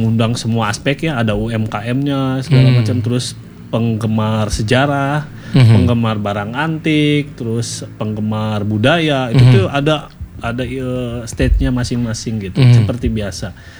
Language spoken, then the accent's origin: Indonesian; Bandung, West Java, Indonesia; karena kita orang Bandung gitu ya